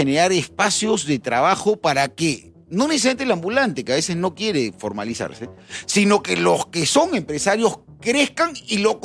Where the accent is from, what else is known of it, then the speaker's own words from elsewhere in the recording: Lima, Peru; Yo soy hijo de provinciano también, yo soy hijo de provinciano, primera generación de limeño